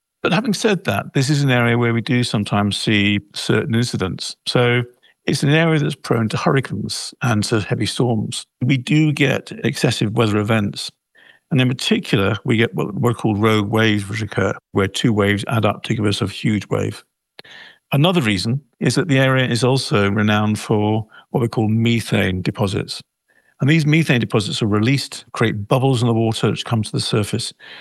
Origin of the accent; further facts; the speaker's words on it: Kenya; from Kenya.